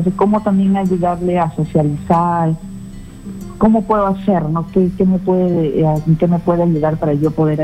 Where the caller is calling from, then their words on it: Chincha Alta, Ica, Peru; soy de Chincha